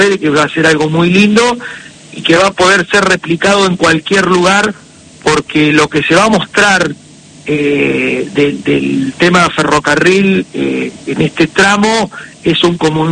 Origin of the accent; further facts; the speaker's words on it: Timote, Buenos Aires Province, Argentina; vuelvo a Timote, sí, y no podía llegar. Llegué a Tejedor por ruta, por General Villegas, por Intendente Alvear, General Villegas, llegué a Tejedor y no podía llegar a Timote, donde yo me iba a radicar en mi pueblo